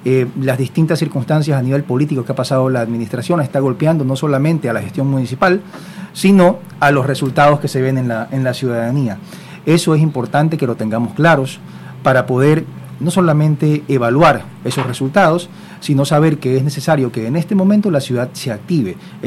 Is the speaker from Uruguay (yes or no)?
no; Guayaquil, Guayas, Ecuador; Bueno, pienso que me uno a la percepción de la mayoría de guayaquileños.